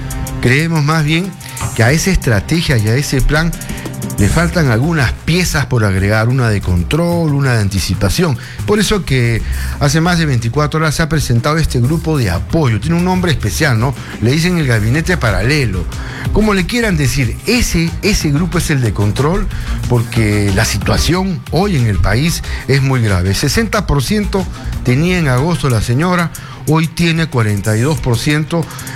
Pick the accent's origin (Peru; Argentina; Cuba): Peru; porque así somos los peruanos, pues.